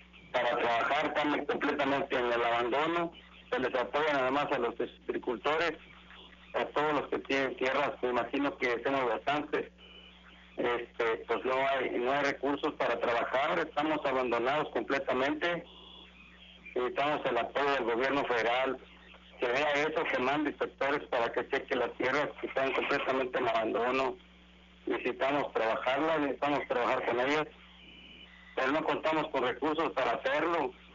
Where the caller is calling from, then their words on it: Güemes, Tamaulipas, Mexico; De Ejido La Parrita de Güemes.